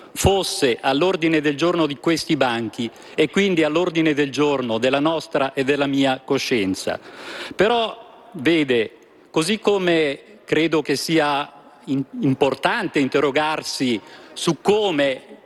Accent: Morbegno, Lombardy, Italy; Vengo da Morbegno, città di Ezio Vanoni, a cui ho sempre ispirato la mia attività politica

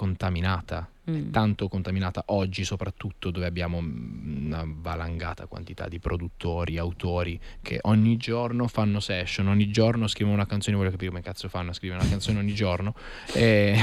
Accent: Bari, Apulia, Italy; born there; also born or lived in Bitetto

